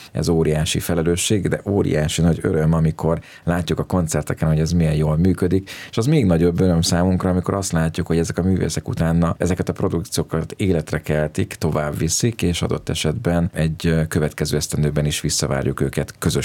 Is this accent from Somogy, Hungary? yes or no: yes; Kaposvár, Somogy, Hungary; born there; szülővárosomban alakul egy ilyen fesztivál